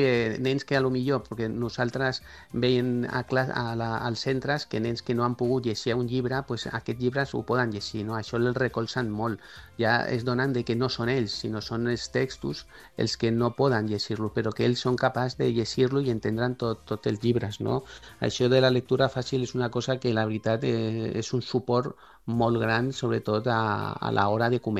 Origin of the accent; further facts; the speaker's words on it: Cornellà de Llobregat, Catalonia, Spain; nosaltres som de Cornellà, de Catalunya